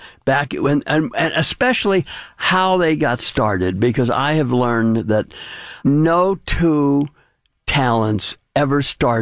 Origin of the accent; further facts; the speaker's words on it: St. Louis, Missouri, United States; In brief, I grew up in St. Louis, grew up in Richmond Heights, but in the Clayton School District.